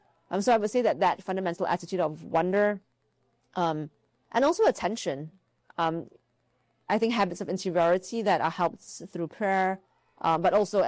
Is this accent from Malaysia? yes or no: yes; Malaysia; And so I grew up in Malaysia, and my dad is an engineer